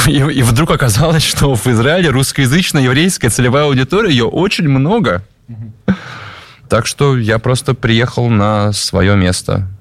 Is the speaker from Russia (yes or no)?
yes; Russia; moved away as an adult; now in Haifa, Israel; Ну, живя в России, говоря по-русски, я, конечно, был больше русский.